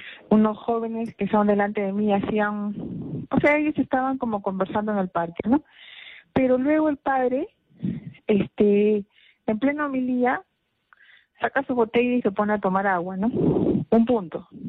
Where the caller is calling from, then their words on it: Ventanilla, Callao, Peru; llamo desde Ventanilla.